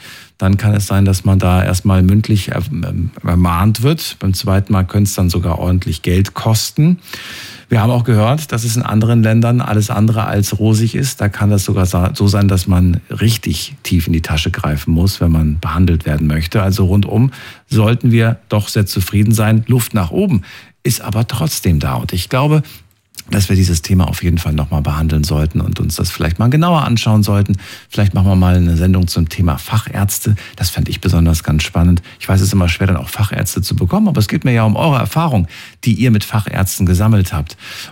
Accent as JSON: {"language": "German", "region": "Thuringia", "country": "Germany", "tie": "born there", "said": "Ich war noch sehr klein, als ich geboren wurde in Thüringen."}